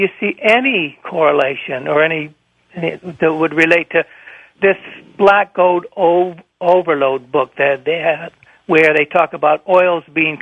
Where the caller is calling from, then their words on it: Hawaii, United States; I'm calling from Hawaii.